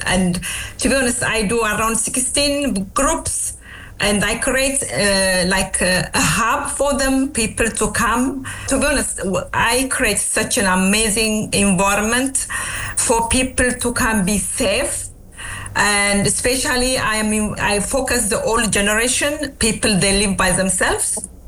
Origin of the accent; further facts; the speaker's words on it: Ethiopia; now in Australia; I came to this country from Ethiopia 30 years ago